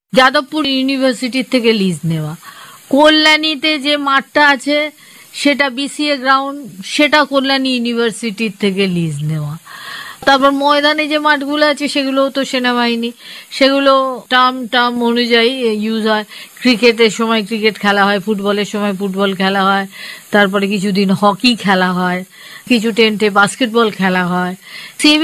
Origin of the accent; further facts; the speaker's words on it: Kolkata, West Bengal, India; আমি, সবাই কিন্তু কলকাতার মেয়ে।